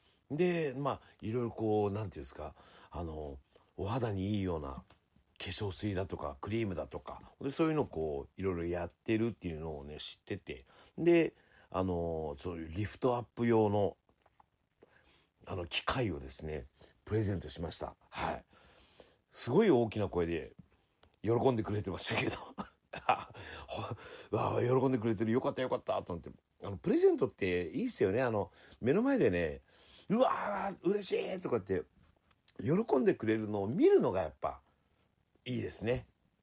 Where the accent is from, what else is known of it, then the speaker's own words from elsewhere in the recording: Fukuoka, Japan; あの地元に帰ってまして、で今あの博多に帰ってきて、はい、でちょっとまた明日は長崎だとか九州中をね